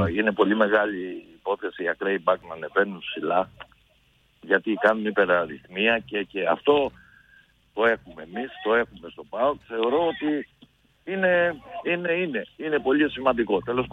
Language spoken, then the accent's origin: Greek; Kalamata, Peloponnese, Greece; Καλαμάτα είναι η γενέτειρά μου, είναι η πόλη μου, ζω εδώ.